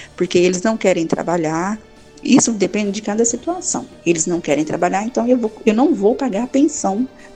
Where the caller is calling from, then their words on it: São Paulo, Brazil; sou daqui do interior de São Paulo.